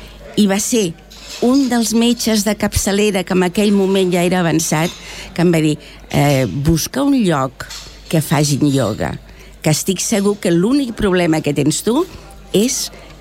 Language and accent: Catalan; Sant Just Desvern, Catalonia, Spain; moved away as an adult; now in Esplugues de Llobregat, Spain; tant el meu marit com jo vam néixer a Cuiblanc. Els nostres pares haguessin volgut que seguíssim visquent a Cuiblanc, però en aquell moment els lloguers allí eren molt, molt alts i els d'aquí estaven molt millor.